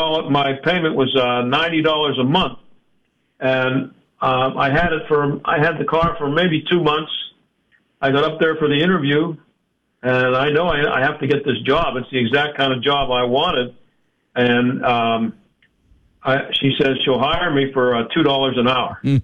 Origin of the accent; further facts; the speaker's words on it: Pittsburgh, Pennsylvania, United States; I grew up in South Hills of Pittsburgh suburb, you know. So I was a Pittsburgh kid